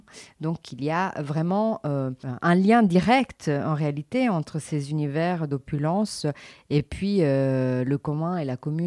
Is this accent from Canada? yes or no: no; Italy; French is a second language; Il faut dire que je suis italienne et qu'en Italie